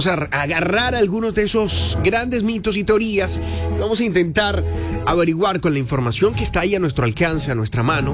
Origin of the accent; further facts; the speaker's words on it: Colombia; a nosotros todos como colombianos nos duele